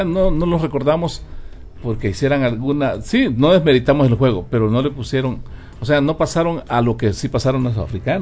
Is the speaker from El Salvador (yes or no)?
yes; El Salvador; nosotros como salvadoreños.